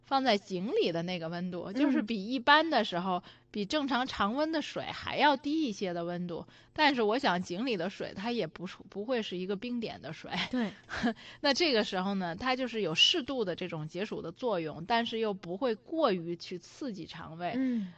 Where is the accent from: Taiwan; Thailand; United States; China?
China; 我们中国人